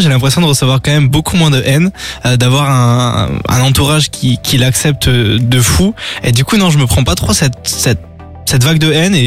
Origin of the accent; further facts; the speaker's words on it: Toulouse, Occitanie, France; Enfin, je viens de Toulouse.